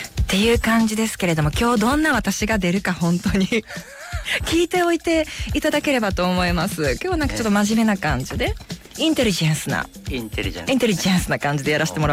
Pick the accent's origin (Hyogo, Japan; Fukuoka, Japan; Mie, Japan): Hyogo, Japan; Harima; 加古郡播磨町出身